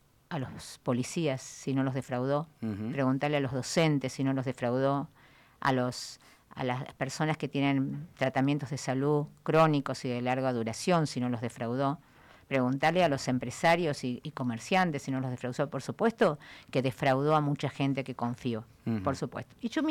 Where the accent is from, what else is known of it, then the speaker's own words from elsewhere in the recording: Río Gallegos, Santa Cruz, Argentina; Yo soy una ciudadana de Río Gallegos.